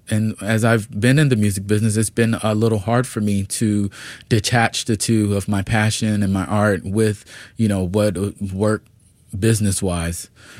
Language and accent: English; Atlanta, Georgia, United States; I'm from Atlanta, Georgia. Like, I've seen this forever.